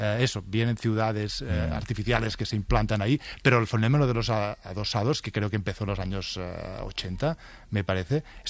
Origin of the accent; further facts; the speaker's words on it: Barcelona, Catalonia, Spain; also born or lived in Paris; Viendo de Barcelona, como yo soy de Barcelona, o habiendo vivido en París